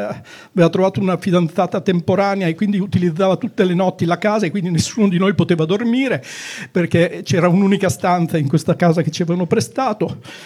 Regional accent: Imola, Emilia-Romagna, Italy; Avevo 24 anni. Sono di Imola, e anche questo qualcuno lo sa.

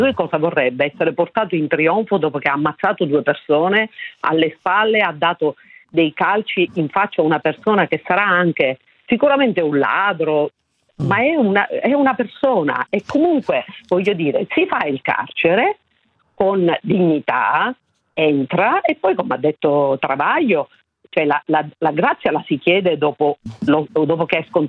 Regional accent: Catania, Sicily, Italy; now in Turin, Italy; Io in realtà sono di Catania, però mi trovo a vivere in questo momento.

